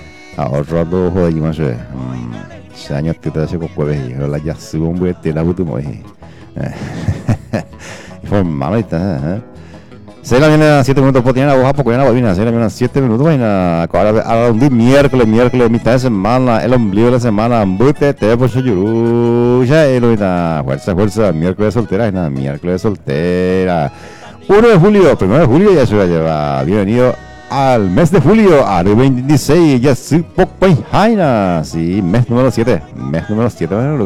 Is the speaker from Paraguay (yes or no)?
yes; Paraguay; como buen paraguayo y paraguaya que somos